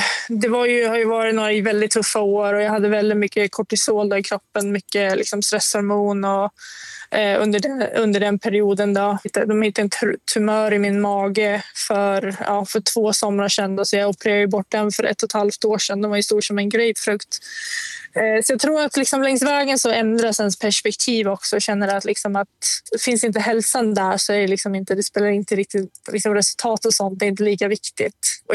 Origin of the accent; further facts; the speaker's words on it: Sweden; jag bara träffar min familj liksom hemma i Sverige en vecka senaste året.